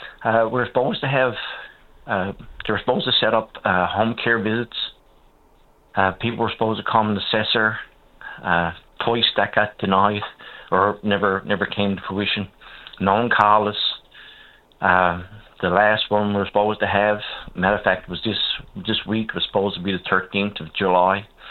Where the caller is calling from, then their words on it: Bell Island, Newfoundland and Labrador, Canada; I'm calling from Bell Island and sheer desperation.